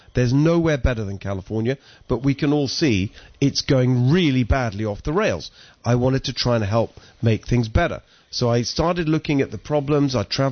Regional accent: England, United Kingdom; born or raised there; moved away

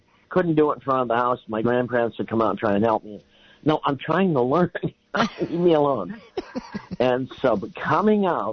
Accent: New England, United States; Well, I'm from New England, where my father, we used to wait.

